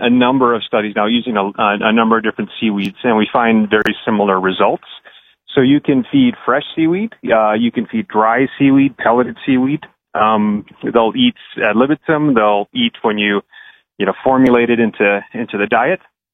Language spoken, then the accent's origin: English; West Coast, Canada; moved away; I grew up on the West Coast, you know, playing on the beach.